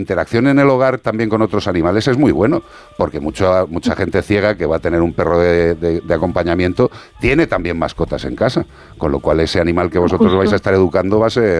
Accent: Madrid, Community of Madrid, Spain; born there; yo nací, no, no, yo nací en Madrid.

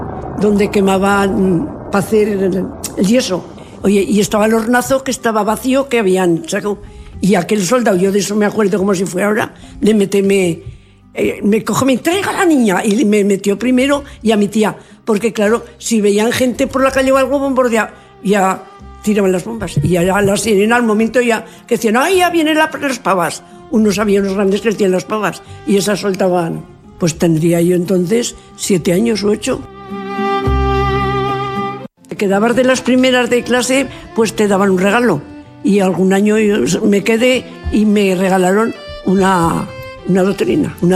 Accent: Robres, Aragon, Spain; born there; Nací en Robres

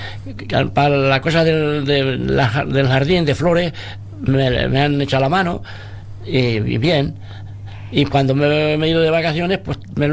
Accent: Spain; moved away as an adult; now in Ávila, Spain; Soy de Bogollo

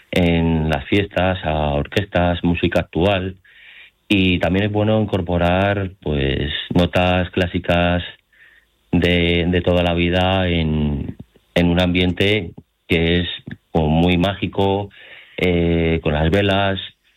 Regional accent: Gascueña, Castilla-La Mancha, Spain

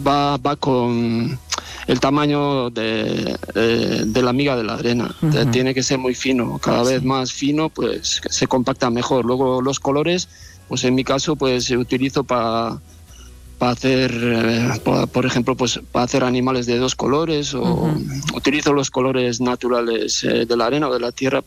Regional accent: Azpeitia, Basque Country, Spain; yo como soy del País Vasco, de Gipuzkoa, sí, de Azpeitia, pues yo conozco bastante las playas de alrededor

